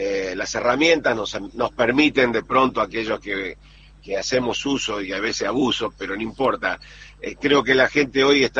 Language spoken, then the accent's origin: Spanish; Sunchales, Santa Fe, Argentina; Estoy acá en Santa Fe, camino a Sunchales, a mi pueblo.